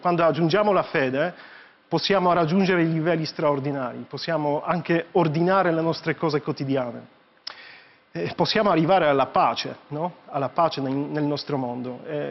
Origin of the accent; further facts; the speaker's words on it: Poland; now in Rome, Italy; Io sono dalla Polonia, dunque Papa Giovanni Paolo II diceva che è un paese lontano, no? Mm. Però quando sono arrivato qua a Roma